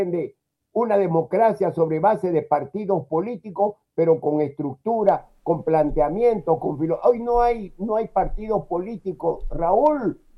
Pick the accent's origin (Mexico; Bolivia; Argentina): Bolivia; Nosotros no somos argentinos para decir Beller. Somos Camba, Colla, ¿me entiendes? Chapaco. Somos, ¿me entiendes?, de una lengua especial que trajeron los españoles, que se llama la lengua de Castilla. Hablamos castellano. Tampoco hablamos español, compañero.